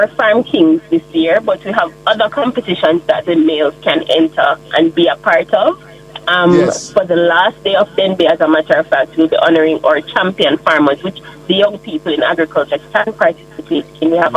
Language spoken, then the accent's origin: English; St. James, Jamaica; I'm from St. James.